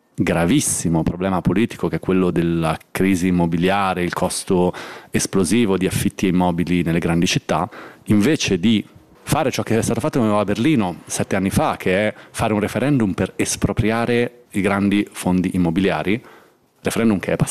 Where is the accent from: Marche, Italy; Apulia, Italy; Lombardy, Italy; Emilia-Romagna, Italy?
Lombardy, Italy; Milan; io sono cresciuto a Milano nella stagione in cui gli spazi di alternativa sociale, che fossero occupati, autogestiti, di ogni tipo, erano tantissimi